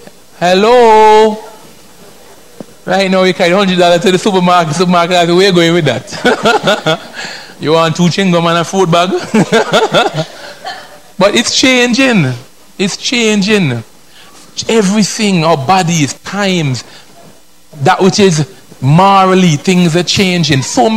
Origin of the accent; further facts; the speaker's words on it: Antigua & Barbuda; I'm from Antigua.